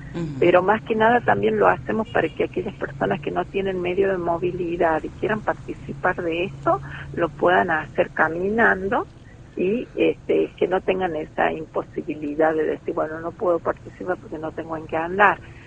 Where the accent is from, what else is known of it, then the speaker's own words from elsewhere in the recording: Aminga, La Rioja, Argentina; moved away; que volví, que obviamente es mi pueblo natal, es Aminga